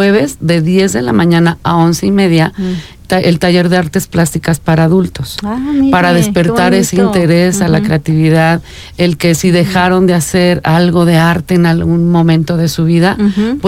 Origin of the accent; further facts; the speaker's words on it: Querétaro, Mexico; Yo soy queretana de corazón